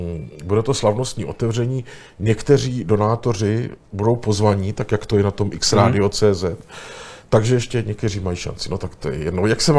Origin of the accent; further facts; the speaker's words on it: Tišnov, South Moravian Region, Czechia; born there; Modrá a žlutá jsou barvy mého rodného města Tišnova.